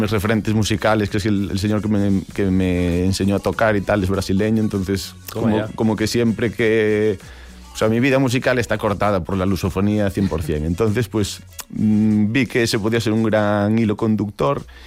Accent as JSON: {"language": "Spanish", "region": "Galicia", "country": "Spain", "said": "yo como buen gallego folclórico, pues la lusofonía me apela"}